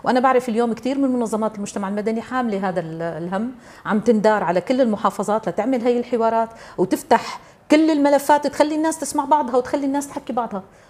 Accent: Syria; نحن اليوم كسوريين هلا قبل شوي كنا عم نقول كلياته عم يشعر بالمظلوميه

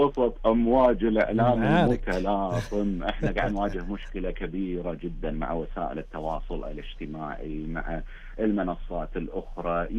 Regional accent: Kuwait

